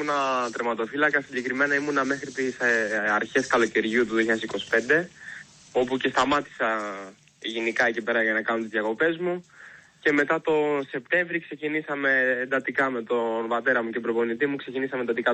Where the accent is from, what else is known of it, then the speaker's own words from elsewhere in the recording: Nea Ionia, Attica, Greece; ξεκίνησα στην Ιωνία, στον τόπο μου, εδώ που έχω μεγαλώσει.